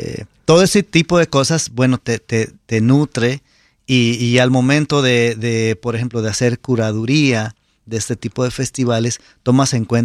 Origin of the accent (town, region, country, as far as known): San Luis Potosí, Mexico; born or raised there